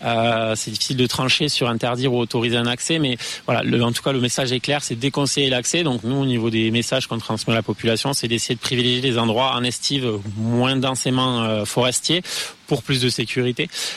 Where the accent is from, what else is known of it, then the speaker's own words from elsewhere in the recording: Béziers, Occitanie, France; born there; Moi, je suis né sur le bord de mer, sur la commune de Béziers.